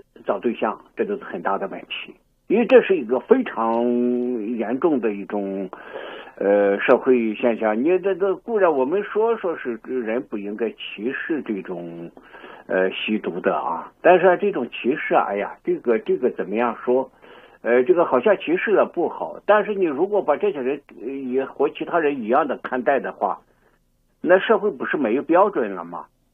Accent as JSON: {"language": "Chinese", "country": "China"}